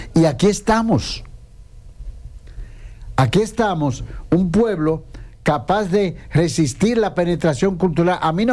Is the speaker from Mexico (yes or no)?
no; Dominican Republic; Tenemos lo que somos nosotros como dominicanos. Cultura, tradición, sí señor. La herencia española, hablamos español. Tenemos la fe cristiana